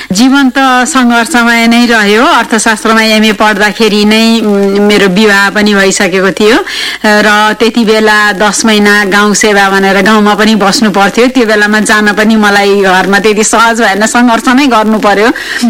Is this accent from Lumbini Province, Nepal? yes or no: no; Kathmandu, Bagmati, Nepal; born there; मेरो जन्म काठमाडौँमा भएको हो